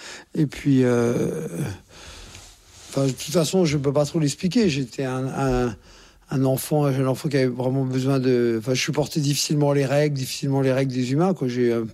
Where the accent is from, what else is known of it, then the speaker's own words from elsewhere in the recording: Courbevoie, Île-de-France, France; born there; mais je suis né à Courbevoie, donc c'est pas une région, comme chacun sait, qui ne pullule pas de chevaux.